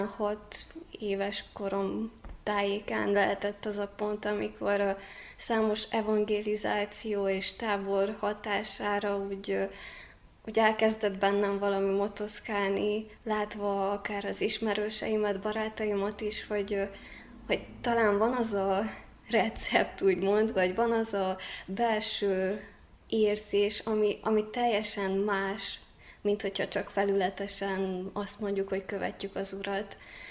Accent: Sic, Cluj County, Romania; moved away as an adult; now in Cluj-Napoca, Romania; Én Széken nőttem fel, édesapám és édesanyám helyiek, és egy keresztény családba nevelkedtem. Édesapám lelkész a településen

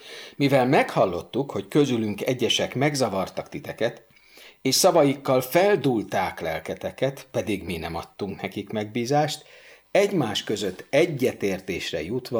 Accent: Budapest, Hungary; Annak idején én Újpesten nevelkedtem

